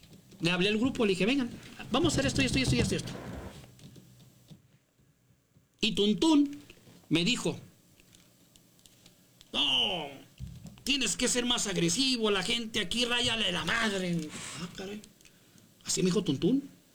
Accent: Ciudad Juárez, Chihuahua, Mexico; also born or lived in Mexico City; Yo nací en la Ciudad de México, en la colonia Gabriel Hernández, atrás de la villa, por donde fui, se escondió Juan Diego, rumbo a Centenario. Yo soy de la Gustavo Madero, pero yo nomás nací. Dice mi madre que tenía 9 meses cuando llegó

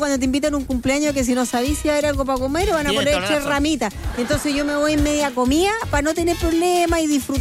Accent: Chile

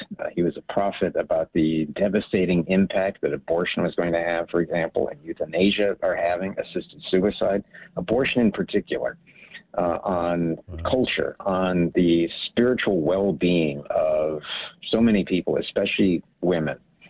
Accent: Hawaii, United States; also born or lived in Germany; Born in Germany, grew up in Hawaii, military family.

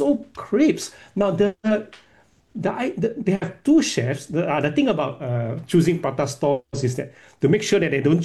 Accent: Singapore; I'm a Singaporean, I'm very kiasu and kiasu.

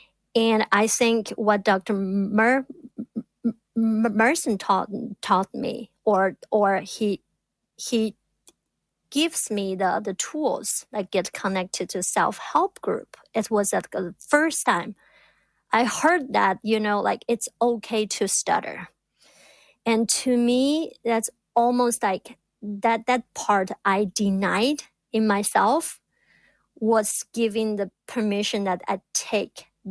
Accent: China; moved away as an adult; now in United States; I came all the way from China

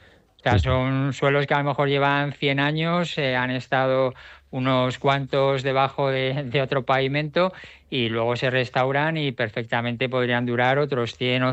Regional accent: Pinoso, Valencian Community, Spain; also born or lived in Alicante; Alicante, nací en Alicante, pero Pinoso ha sido como yo pasé mi infancia, que tengo unos recuerdos increíbles, hasta los 11, 12 años en Rodriguillo, Pinoso, una aldeíta de Pinoso.

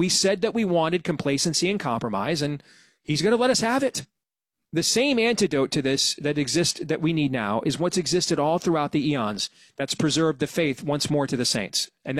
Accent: Iowa, United States; my home state of Iowa

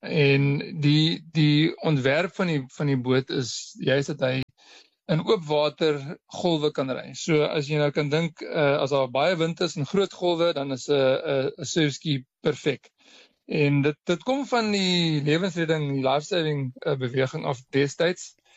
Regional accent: Fish Hoek, Western Cape, South Africa; ons is van Visoek af, ons sê altyd die wind is gebode in Visoek.

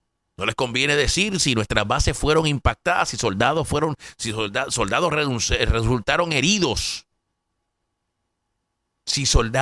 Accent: Cagua, Aragua, Venezuela; moved away; Como dicen allá en mi pueblo, en Cagua

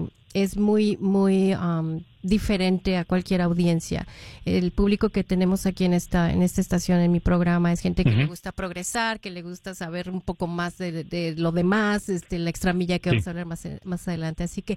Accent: Mexico City, Mexico; porque yo soy de la Ciudad de México

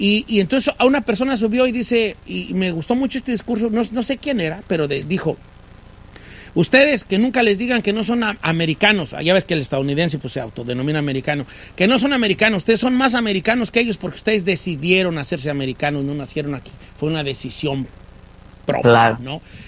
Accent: Mexico; now in United States; Seamos muy mexicanos, somos muy mexicanos.

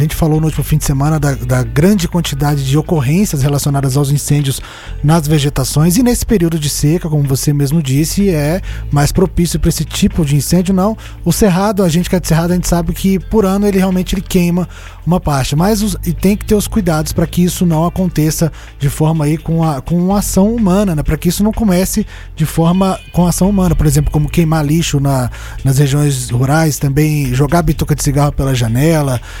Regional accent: Brasília, Federal District, Brazil; eu sou de Brasília, eu sou acostumado

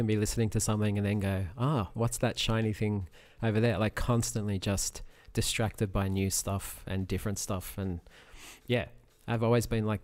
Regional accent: Penrith, North West England, United Kingdom; Like I played in a jazz band at school, which was pretty anomalous to growing up in Penrith.

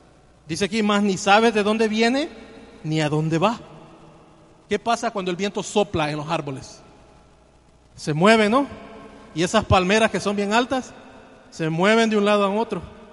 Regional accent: El Salvador; yo cuando miro esos tatuados en mi país, en El Salvador

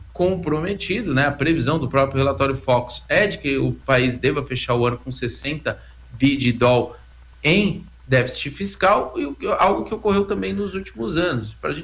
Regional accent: São Paulo, Brazil; eu sou de São Paulo aqui

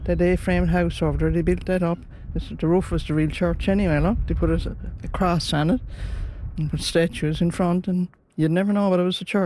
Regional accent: Brigus, Newfoundland and Labrador, Canada; now in Cape Royal, Canada; I grew up right here in Brickus, just in here behind the center, the fishing stage there.

